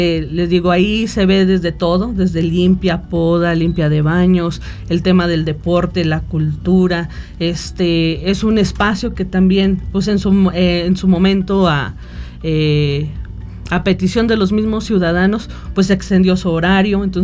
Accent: Soledad de Graciano Sánchez, San Luis Potosí, Mexico; Sí, soy potosina. Nací en el municipio de Soledad de Graciano Sánchez, de mamá potosina, papá de la Ciudad de México y pues la primera de tres hermanos.

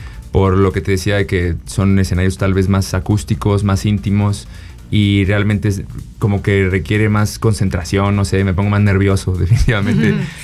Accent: Cerritos, San Luis Potosí, Mexico; born there; now in Mexico City, Mexico; Yo nací en Cerritos, San Luis Potosí, ahí ya tocaba, en San Luis ya toqué y después me fui a vivir a México

